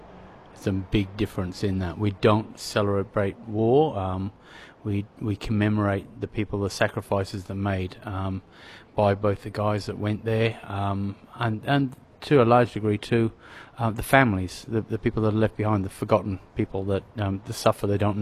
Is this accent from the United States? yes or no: no; Wales, United Kingdom; now in Australia; So, I'm a Welshman originally.